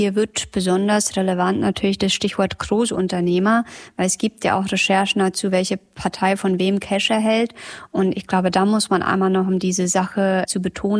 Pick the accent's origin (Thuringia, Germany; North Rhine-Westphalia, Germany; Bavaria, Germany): Bavaria, Germany; now in Mecklenburg-Vorpommern, Germany; wir stammen beide aus Bayern und wir leben seit einiger Zeit in MV.